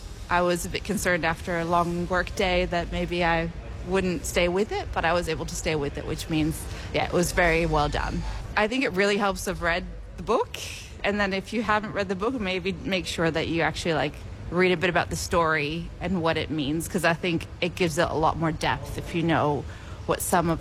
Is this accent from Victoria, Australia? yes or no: no; Lismore, New South Wales, Australia; from Lismore, and I've just seen Odyssey.